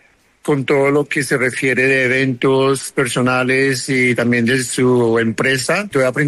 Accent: Bogotá, Colombia; moved away

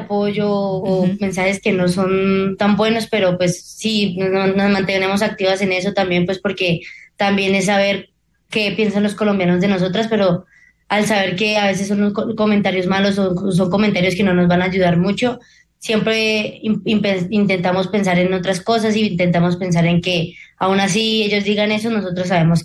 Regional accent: Colombia

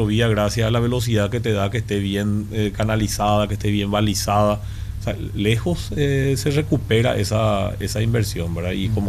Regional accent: Paraguay

